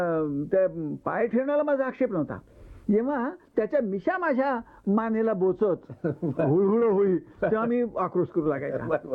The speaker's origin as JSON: {"language": "Marathi", "town": "Paratwada", "region": "Maharashtra", "country": "India", "tie": "born or raised there", "said": "तिथे आणून रोपली होती त्या परतवाड्याच्या त्या सिव्हिल लाईन्समध्ये. आणि ही सगळी झाडं पाहत निहाळीत असं माझं बालपण गेलं."}